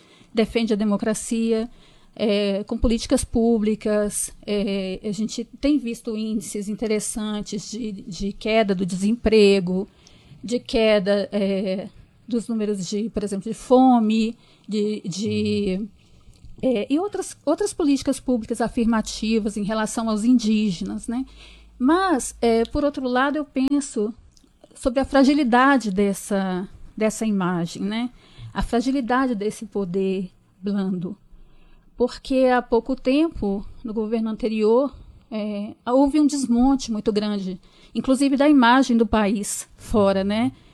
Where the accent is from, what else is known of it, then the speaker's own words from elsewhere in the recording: Minas Gerais, Brazil; born there; now in Bahia, Brazil; Eu nasci em Minas Gerais, mas vivo na Bahia, onde trabalho